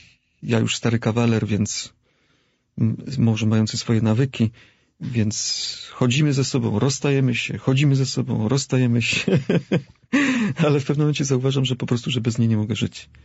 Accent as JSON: {"language": "Polish", "region": "Silesian Voivodeship", "country": "Poland", "tie": "born or raised there", "said": "mój tata pochodzi z Kresów i we mnie chyba taka dusza kresowiaka jest, czyli taka bardzo spontaniczna, ale urodziłem się na Śląsku i wychowałem się na podwórku śląskim, wśród kanysów, w ordungu, w porządku"}